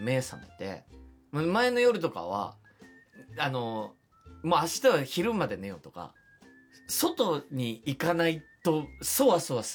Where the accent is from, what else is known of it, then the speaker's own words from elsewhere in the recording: Nagoya, Aichi, Japan; 僕は名古屋で生まれて、